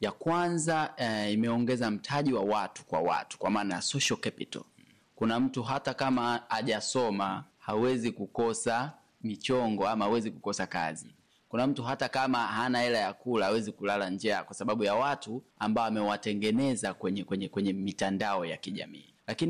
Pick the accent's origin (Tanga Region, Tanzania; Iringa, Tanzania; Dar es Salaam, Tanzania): Dar es Salaam, Tanzania; Mbezi; kutoka Mbezi.